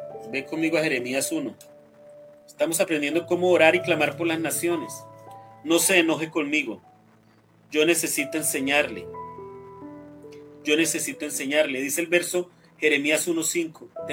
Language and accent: Spanish; Colombia; now in United States; mi país, Colombia